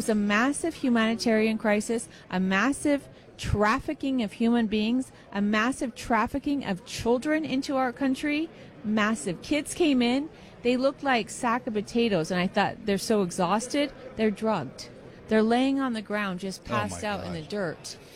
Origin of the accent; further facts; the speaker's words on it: San Diego, California, United States; And I grew up in San Diego, California. I knew what an open border was.